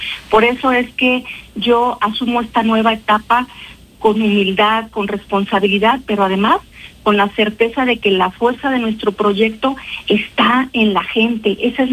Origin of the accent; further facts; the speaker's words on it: Mexico; todos como mexicanas y mexicanos